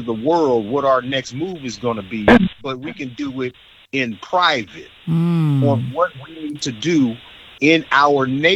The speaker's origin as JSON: {"language": "English", "town": "Omaha", "region": "Nebraska", "country": "United States", "tie": "born or raised there", "said": "I grew up in Omaha, Nebraska."}